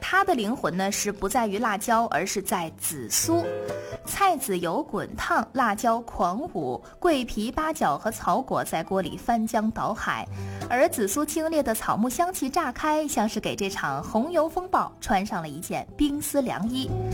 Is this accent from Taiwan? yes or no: no; China